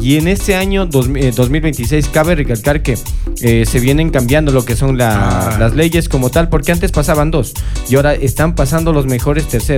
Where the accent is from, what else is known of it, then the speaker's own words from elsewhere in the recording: Ecuador; Que eso es lo que también decía como buen ecuatoriano el día sábado también.